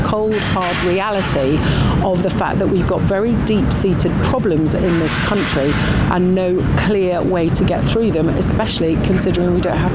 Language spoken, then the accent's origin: English; Yorkshire and the Humber, United Kingdom; I am from the north. I am from Yorkshire.